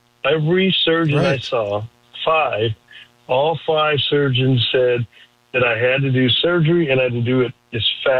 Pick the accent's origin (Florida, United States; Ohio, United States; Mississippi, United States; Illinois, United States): Illinois, United States; Chicago; I think now from my hometown, I know Chicago.